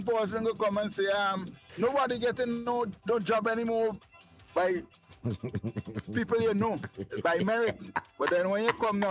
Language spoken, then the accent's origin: English; St. Vincent & Grenadines; born there; I'm a born Vincentian, but I'm a Trinidadian by descent.